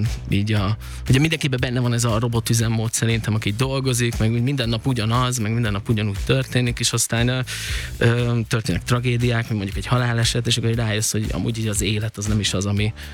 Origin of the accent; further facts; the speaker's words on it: Budapest, Hungary; Zuglóba, én zuglói vagyok, én nagyon sok helyen éltem életem során, és Zugló az a legfixebb, és ott lakom most már a legrégebb óta, szóval azt mondanám, hogy zuglói vagyok.